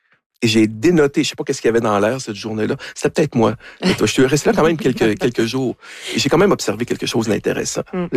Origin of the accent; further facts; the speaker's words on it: Quebec, Canada; On perçoit un accent français. On est des Canadiens. Ah, blablabla, bla, bla, québécois, etc.